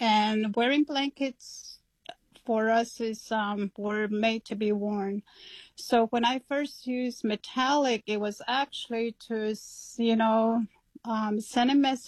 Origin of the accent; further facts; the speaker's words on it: Navajo Nation, United States; I was raised on Navajo land